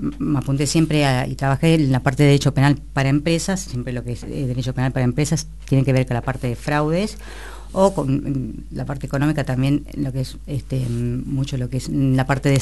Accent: General Villegas, Buenos Aires Province, Argentina; born there; moved away; yo soy nativa de Villegas

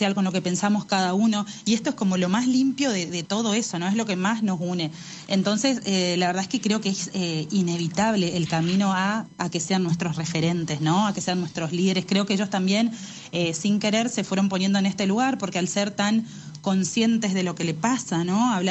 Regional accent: Argentina; de que nos podemos volver a unir como argentinos, que podemos sentir orgullo de estar acá

